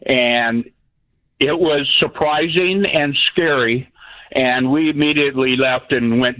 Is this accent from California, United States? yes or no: yes; Roseville, California, United States; growing up in the Roseville area, the warnings that went out when they were filling up Folsom Lake the first time